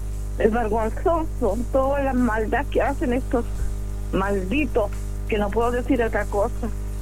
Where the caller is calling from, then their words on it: Chile; De acá, …